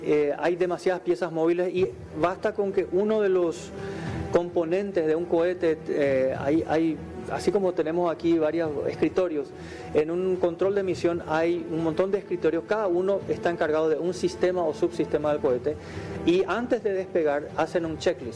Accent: Paraguay

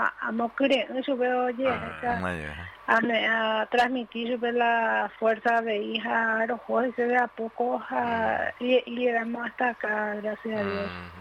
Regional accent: Paraguay; Soy de Huereco. Tengo 4 años.

